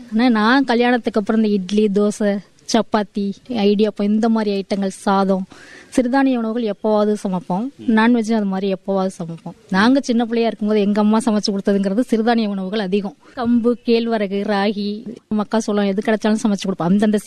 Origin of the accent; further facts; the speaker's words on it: Tamil Nadu, India; born there; திருப்பரமியத்துல வசிக்கிறேன். இங்கதான் நான் பிறந்தேன், இதே ஊர்ல தான் கல்யாணம் பண்ணிட்டு வாழ்ந்துட்டு இருக்கிறேன்.